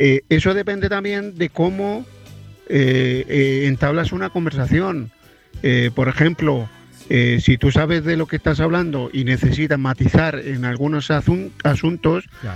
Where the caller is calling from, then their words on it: San Carlos, Ñuble, Chile; yo tengo un proyecto en Chile, en San Carlos, en mi pueblo